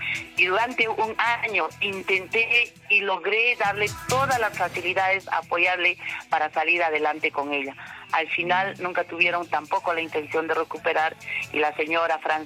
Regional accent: Peru

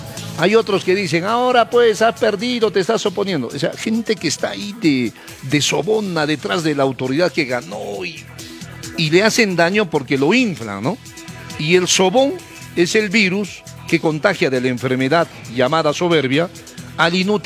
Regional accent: Cusco, Peru; moved away; also born or lived in Colombia; soy un cusqueño orgulloso de mi tierra

